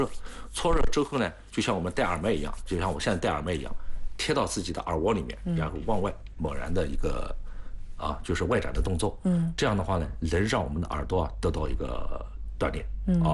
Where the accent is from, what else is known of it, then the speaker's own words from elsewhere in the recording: China; 我们中国人民